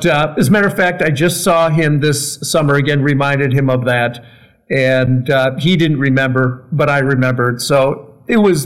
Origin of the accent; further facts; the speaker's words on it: Watertown, Wisconsin, United States; I grew up in Watertown, Wisconsin, just in between Milwaukee and Madison, and actually in a little village called Pipersville, which is just a little burg with a bar.